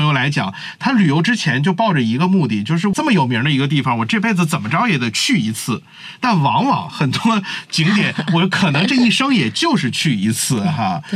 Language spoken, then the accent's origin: Chinese; Heilongjiang, China; 因为我就是黑龙江人